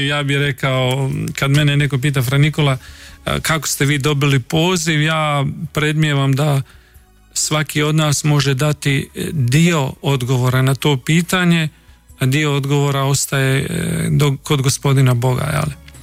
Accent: Croatia; moved away; mi smo Hrvati katolici.

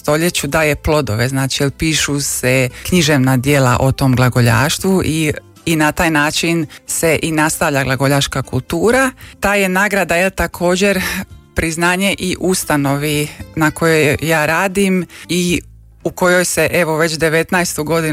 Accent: Split, Split-Dalmatia County, Croatia; Ja sam rođena u Splitu, odrasla sam i odgojena u Splitu i mene je taj grad oblikovao.

